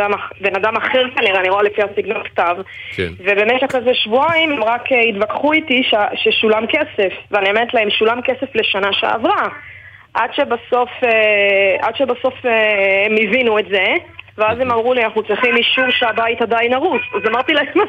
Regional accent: Rishon LeZion, Central District, Israel; זה הבית של ההורים שלי, הבית שגדלתי בו

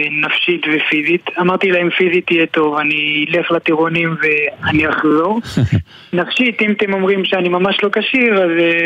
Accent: Jerusalem, Jerusalem District, Israel; born there; נולדתי בירושלים, כיום גר באופרה, נשוי, אין עדיין ילדים

